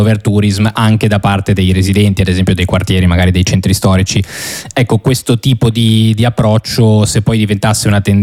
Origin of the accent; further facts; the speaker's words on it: Genoa, Liguria, Italy; io sono genovese